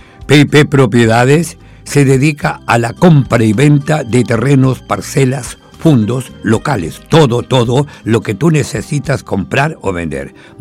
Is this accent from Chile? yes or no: yes; Chile